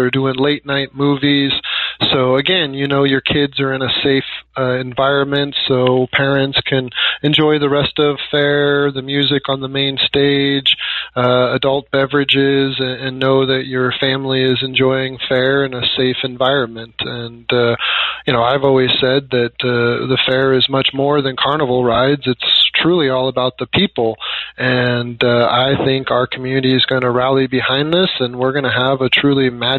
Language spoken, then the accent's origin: English; Alaska, United States; I was fortunate to be born and raised in Alaska, and we traveled all over the lower 48 for summers